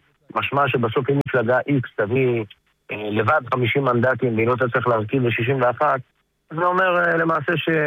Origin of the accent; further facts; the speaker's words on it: Ofakim, Southern District, Israel; אני מגיע מאופקים, אופקים עיר ליכודית מובקת, שאומרו מעוז ליכודי.